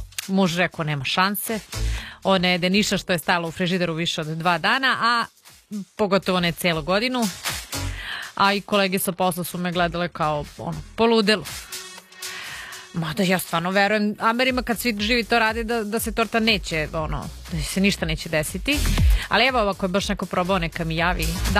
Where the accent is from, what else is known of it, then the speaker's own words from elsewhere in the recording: Serbia; Kod nas u Srbiji ovo ne prolazi, iskreno.